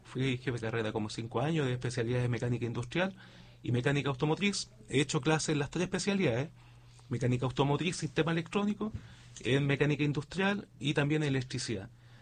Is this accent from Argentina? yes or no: no; Iquique, Tarapacá, Chile; now in San Javier, Chile; Yo vengo de Iquique, por lo tanto soy nortino, vengo de Iquique. Allá fue toda mi formación y laboral y también mi experiencia académica.